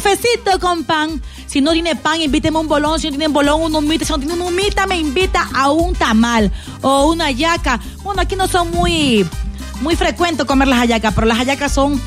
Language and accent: Spanish; Vinces, Los Ríos, Ecuador; moved away; cuando yo estaba en mi pueblo, allá en Vinces, en la parroquia exactamente Nicaragua